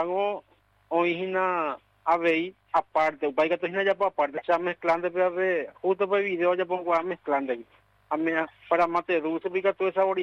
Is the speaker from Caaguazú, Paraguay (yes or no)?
yes; Coronel Oviedo, Caaguazú, Paraguay; now in Luque, Paraguay